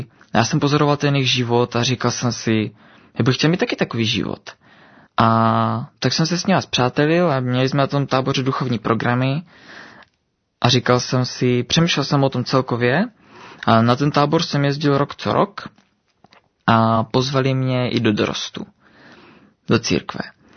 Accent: Vsetín, Zlín Region, Czechia; born there; Narodil jsem se na Vsetíně, v srdci Valašska.

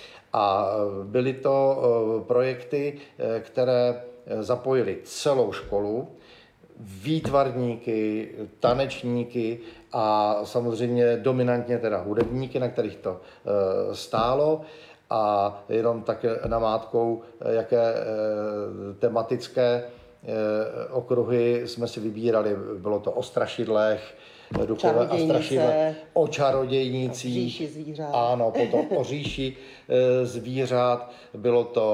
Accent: Zlín, Zlín Region, Czechia; also born or lived in Kroměříž; Ano, jsem Valach. Rodák ze Zlína, což je taková brána Valašská.

